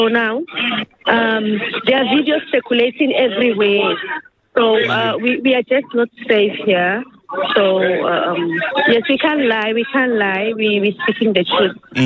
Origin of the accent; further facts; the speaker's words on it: South Africa; Personally, I grew up here in South Africa, and I have never had any problems with South Africans here.